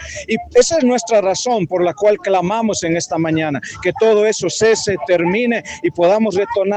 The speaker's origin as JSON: {"language": "Spanish", "country": "Bolivia", "lives_now": "Tarija, Bolivia"}